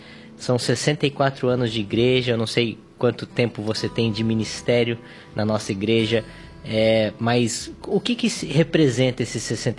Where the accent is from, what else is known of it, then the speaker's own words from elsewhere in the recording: Curitiba, Paraná, Brazil; born there; eu nasci em Curitiba e, né, vivi pouco tempo lá